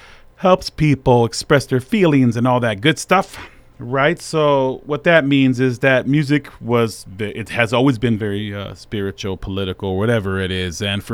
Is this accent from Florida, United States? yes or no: no; California, United States; moved away; I come from a time when it was taboo to be, Chicano. I come from California. I come from the time when we still had segregated schools, man.